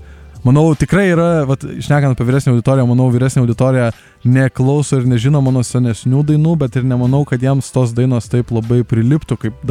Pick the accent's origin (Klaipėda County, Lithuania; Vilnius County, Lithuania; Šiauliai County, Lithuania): Klaipėda County, Lithuania; Klaipėda; also born or lived in Kaunas; Ne gimtinė, bet ten mano hometown, aš ten užaugau, nesiskaito, kad aš ten, aš gimiau šiaip Kaune, bet aš Kaune, nu, ten nutukus 2-3 kažkiek, aš neatsimenu, kad aš būčiau Kaune, tai Klaipėda yra tikrai mano širdis ir aš esu klaipėdėtis.